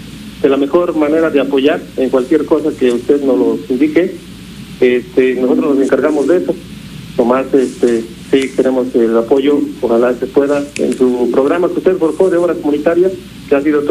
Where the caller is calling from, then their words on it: San Felipe Teotlalcingo, Puebla, Mexico; de aquí de la comunidad de San Felipe, Teotlalcingo, Puebla.